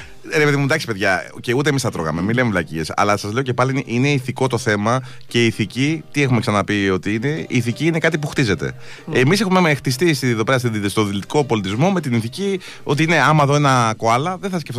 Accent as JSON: {"language": "Greek", "town": "Aigio", "region": "West Greece", "country": "Greece", "said": "Η καταγωγή μου είναι από το Αίγιο"}